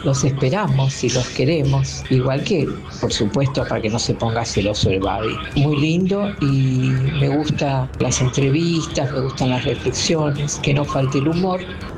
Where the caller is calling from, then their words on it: Buenos Aires, Argentina; de Caballito